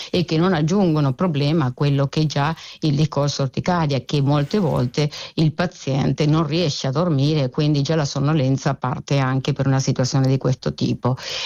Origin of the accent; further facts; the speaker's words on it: Argentina; Sono, diciamo, argentina, sono nata e cresciuta in Argentina, ma sono nipote di italiani